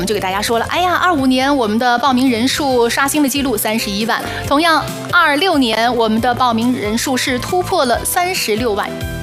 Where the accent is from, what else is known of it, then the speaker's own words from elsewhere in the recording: Gansu, China; 就像我们甘肃人的性格一样朴实沉稳。